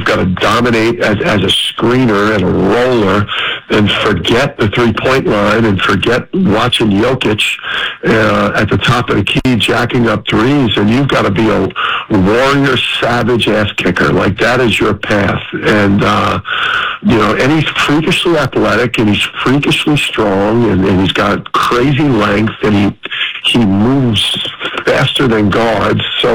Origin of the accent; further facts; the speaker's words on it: New Jersey, United States; I'm a hoops junkie, and I'm from Jersey.